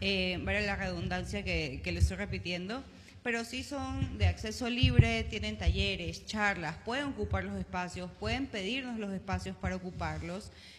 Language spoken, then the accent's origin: Spanish; Manabí, Ecuador; lo que nosotros somos como manavitas, lo que nosotros somos como ecuatorianos